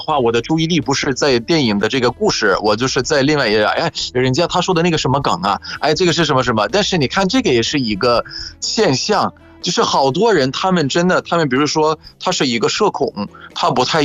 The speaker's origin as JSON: {"language": "Chinese", "country": "Egypt", "said": "我是来自埃及的"}